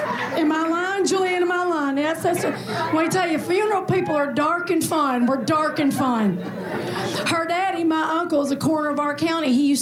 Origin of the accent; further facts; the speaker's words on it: the South, United States; And as a Southerner, we all knew it took a village.